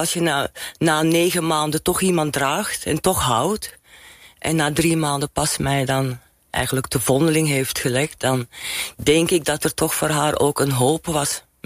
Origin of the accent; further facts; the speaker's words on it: Belgium; want ik kom uit België eigenlijk.